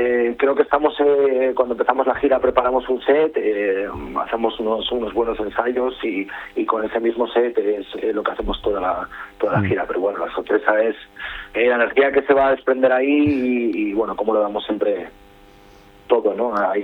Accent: Asturias, Spain; al final somos asturianos y los sitios así nos encantan

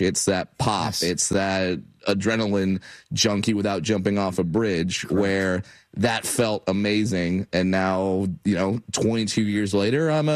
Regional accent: California, United States; And growing up in Orange County, about a 75% chance of getting that one right.

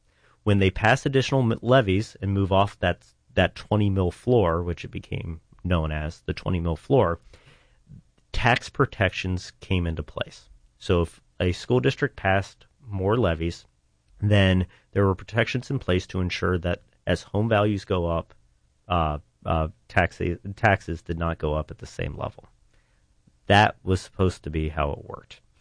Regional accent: Ohio, United States; now in New Albany, United States; And I'm originally from Eastern Ohio, so I didn't really have ties to the Central Ohio area

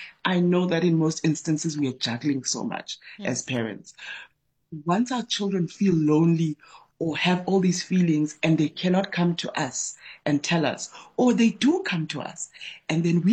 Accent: Eastern Cape, South Africa; moved away; also born or lived in North West; I grew up in Eastern Cape, and then I then moved into your Northwest areas in terms of just as a young person.

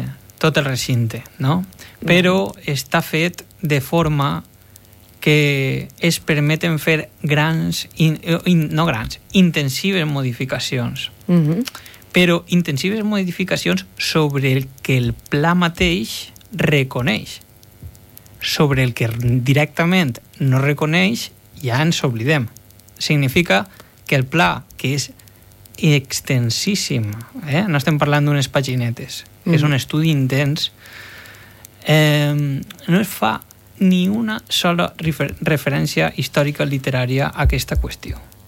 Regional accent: Gandia, Valencian Community, Spain

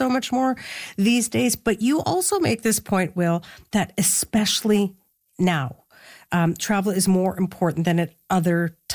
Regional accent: Saskatoon, Saskatchewan, Canada; Saskatoon, my hometown.

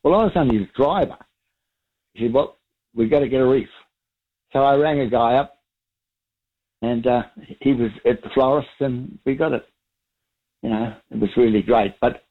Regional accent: Mount Albert, Auckland, New Zealand; born there; I was born in Mount Albert. The old man worked on the wharf and whatnot.

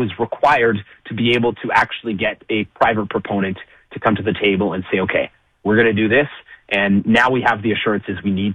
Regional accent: Ottawa, Ontario, Canada; I grew up in Ottawa.

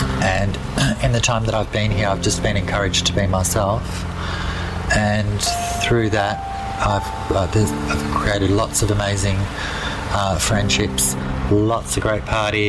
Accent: Victoria, Australia; now in Alice Springs, Australia; I'm originally from Victoria.

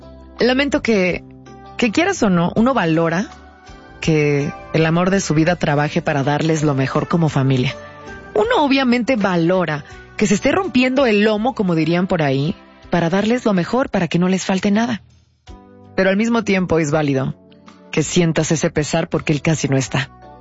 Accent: Mexico

